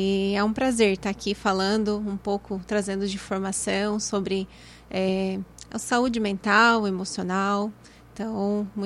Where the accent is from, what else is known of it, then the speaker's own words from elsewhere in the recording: Santa Rosa do Sul, Santa Catarina, Brazil; moved away as an adult; also born or lived in Sombrio; now in Jacinto Machado, Brazil; venho de Santa Rosa do Sul, sou natural de Sombrio, nasci em Sombrio e morei em Santa Rosa do Sul até meus 18 anos. E ali eu me casei e fui para Jacinto Machado, onde moro há 22 anos.